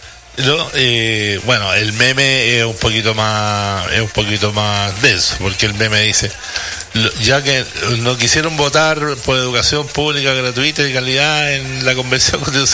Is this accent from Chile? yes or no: yes; Chile; nuestra desgracia como chilenos.